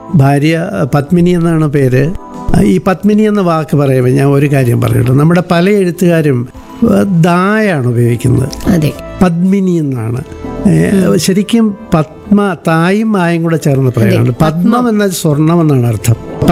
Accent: Kunnathur, Kerala, India; also born or lived in Kanpur; ഞാൻ ജനിച്ചത് കൊല്ലം ജില്ലയിലെ കുന്നത്തൂർ താലൂക്കിലെ കുന്നത്തൂർ എന്ന് പറയുന്ന ഗ്രാമത്തിലാണ്. ഞാൻ നേരത്തെ സൂചിപ്പിച്ചു, കൃഷിവലന്മാരുടെയും സാമൂഹികവും സാമ്പത്തികവുമായി വളരെ പിന്നോക്കം നിൽക്കുന്ന ഒരു സമൂഹത്തിൻ്റെ മധ്യത്തിലാണ് എൻ്റെ പിറവി.

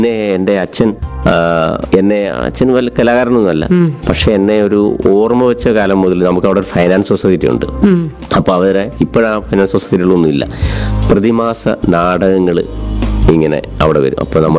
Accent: Kottarakkara, Kerala, India; എന്റെ സ്ഥലം കൊല്ലം ജില്ലയില് കൊട്ടാരക്കരയ്ക്ക് അടുത്ത് കോട്ടാത്തല എന്ന് പറഞ്ഞൊരു ഗ്രാമത്തിലാണ് എന്റെ സ്ഥലം. ബേസിക്കലി കൊട്ടാരക്കരയിലാണ് എന്റെ പ്രവർത്തന മേഖല.

